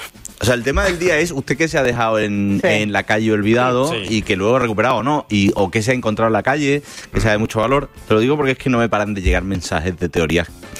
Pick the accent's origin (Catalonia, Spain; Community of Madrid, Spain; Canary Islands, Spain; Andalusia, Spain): Andalusia, Spain; Seville; Sabéis que evidentemente soy de Sevilla.